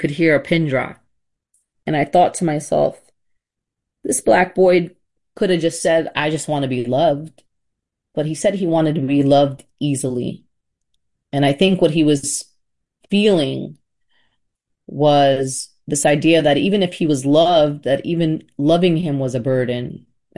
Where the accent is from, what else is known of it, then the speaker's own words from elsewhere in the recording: New York City, New York, United States; as a Brooklynite. I'm born and raised in Brooklyn